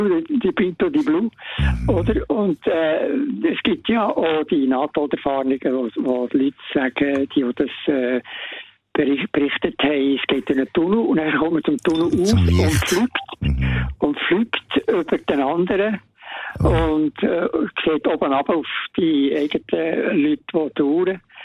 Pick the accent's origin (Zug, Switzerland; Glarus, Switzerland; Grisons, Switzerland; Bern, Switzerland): Bern, Switzerland; Ich bin Berner